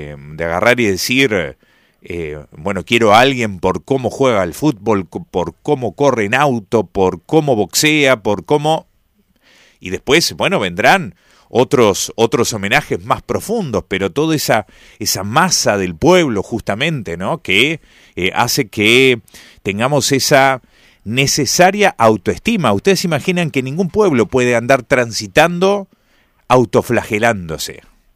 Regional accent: Argentina

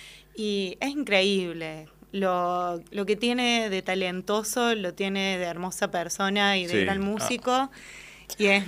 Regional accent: Córdoba, Argentina; Yo soy cordobesa y siempre con papá hemos hecho música juntos

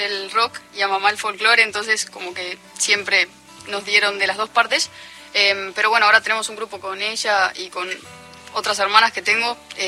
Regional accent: Buenos Aires, Argentina; Tengo 20 años y soy de Buenos Aires. Vivo con mis papás y con mis hermanas, somos cuatro mujeres.

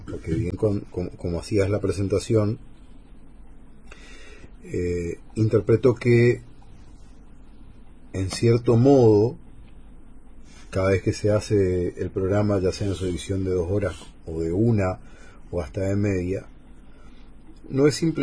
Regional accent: Corrientes, Argentina; born there; No nacimos accidentalmente en Corrientes, sino que tuvimos la suerte de haber nacido en Corrientes.

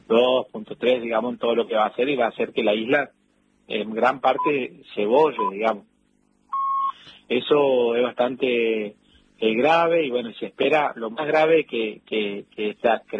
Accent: Empedrado, Corrientes, Argentina; Bueno, mi pueblo se encuentra a 58 kilómetros de la capital al sur, digamos, por la costa del río Paraná, se llama Empedrado. Es conocido también como la Perla del Paraná

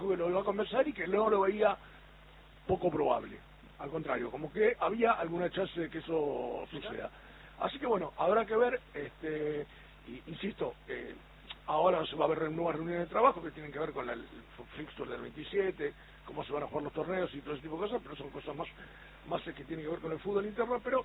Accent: Argentina

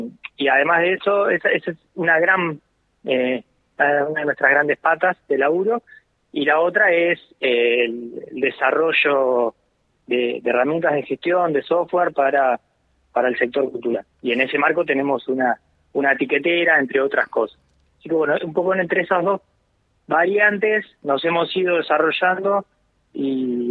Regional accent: Junín, Buenos Aires Province, Argentina; Bueno, nosotros somos de Junín, provincia de Buenos Aires.

